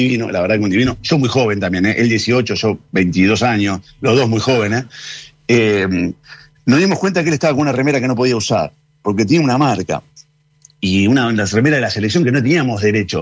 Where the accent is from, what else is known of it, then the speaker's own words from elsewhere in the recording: Rosario, Santa Fe, Argentina; soy muy rosarino y soy muy canalla.